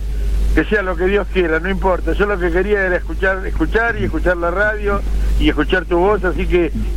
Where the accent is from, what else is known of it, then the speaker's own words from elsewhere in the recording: Wilde, Buenos Aires Province, Argentina; also born or lived in Lomas de Zamora; yo viví en Wilde desde chico.